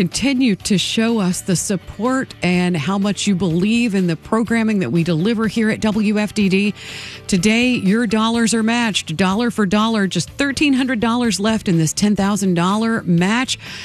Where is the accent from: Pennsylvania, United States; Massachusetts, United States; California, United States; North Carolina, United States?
North Carolina, United States; Randolph County; Randolph County, where are you? That's my hometown